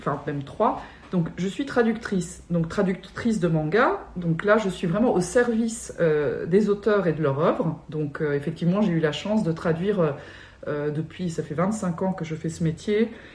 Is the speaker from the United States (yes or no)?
no; Paris, Île-de-France, France; born there; also born or lived in Japan; Je suis japonaise et française, japonaise de mes parents et française parce que je suis née en France, à Paris. J'ai eu une double scolarité.